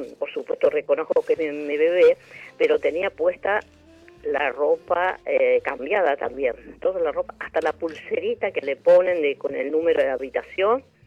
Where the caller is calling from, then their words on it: Buenos Aires, Argentina; De acá, de Flores.